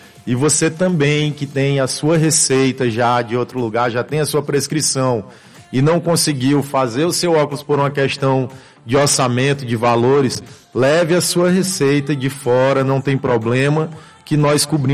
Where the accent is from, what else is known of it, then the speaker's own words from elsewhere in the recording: Rio Branco, Acre, Brazil; moved away as an adult; now in Tarauacá, Brazil; sou de Rio Branco, mas tô já aqui há uns 6 meses aqui em Tarauacá.